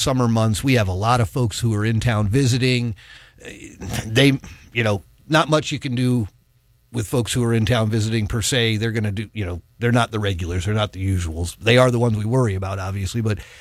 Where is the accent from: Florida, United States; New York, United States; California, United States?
Florida, United States; moved away; Where I grew up in Florida